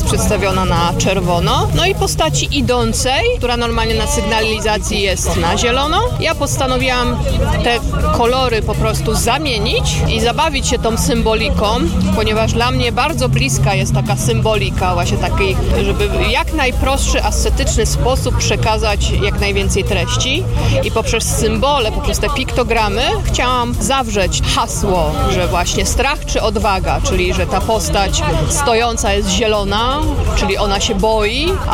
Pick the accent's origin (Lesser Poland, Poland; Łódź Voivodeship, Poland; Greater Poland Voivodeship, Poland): Greater Poland Voivodeship, Poland; Gniezno; also born or lived in Zalasewo; Pochodzę z Podpoznania, dokładnie to z Zalasewa, to jest tuż pod Swarzędzem. No a ogólnie pochodzę z Gniezna, z pierwszej stolicy Polski, z którym się dość silnie identyfikuję, też tam działam. Ogólnie mówię, że jestem Wielkopolanką, bo moje serce należy do Wielkopolski.